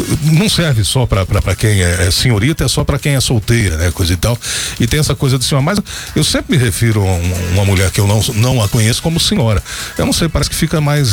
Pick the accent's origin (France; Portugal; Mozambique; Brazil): Brazil; Ceres, Goiás; also born or lived in Mara Rosa; now in Anápolis, Brazil; Eu sou de Séries aqui, né? Uhum. Aí, tô em Anápolis, fora de Séries, né?